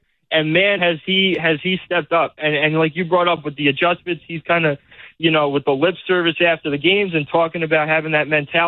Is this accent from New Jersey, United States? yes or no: yes; Elmwood Park, New Jersey, United States; But I've lived in Elmwood Park my whole life.